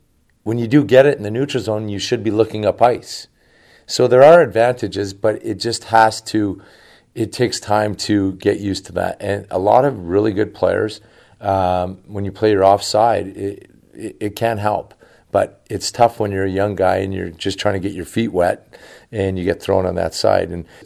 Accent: Western Canada, Canada; It's obviously we grew up in Western Canada, but to be out in Northern California, it's a treat for us.

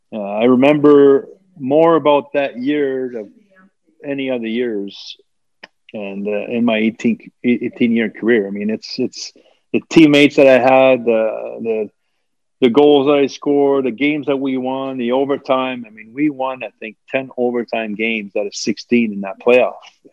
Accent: Montreal, Quebec, Canada; Yeah, well, like I said, I was a kid from Montreal, and when I got there in 93

